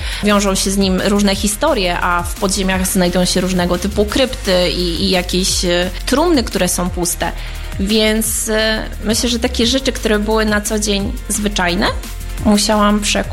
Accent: Iława, Warmian-Masurian Voivodeship, Poland; o ile wydawałoby się, że mam łatwiej pod kątem Iławy, bo jestem rodowitą iławianką

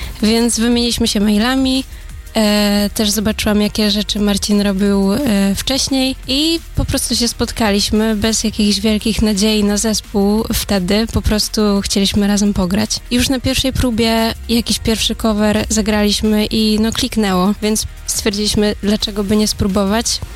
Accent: Kuyavian-Pomeranian Voivodeship, Poland; Jestem spod Torunia

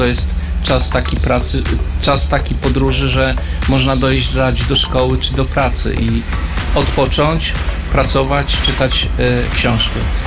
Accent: Warmian-Masurian Voivodeship, Poland; moved away as an adult; ja też pochodzę z Mazur i ciężko mi jest zapomnieć te tereny, bo one są najpiękniejsze. Wychowałem się nad Jeziorakiem, tam 25 lat mieszkałem i jestem w Mazurach zakochany

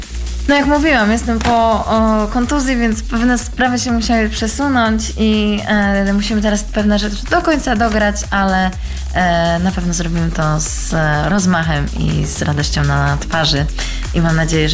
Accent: Złotniki Kujawskie, Kuyavian-Pomeranian Voivodeship, Poland; Ja pochodzę z gminy Złotniki Kujawskie, parafia w Lisowie Kościelnym. I zawsze, jak byłam małym dzieckiem, zawsze podziwiałam witraże

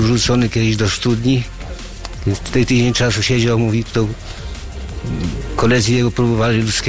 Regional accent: Bartoszyce, Warmian-Masurian Voivodeship, Poland; Po wojnie ja się urodziłem w powiecie Bartoszyce. No i tam mieszkałem w Bartoszycach, koło Bartoszyc, na wiosce takiej Wójciechi.

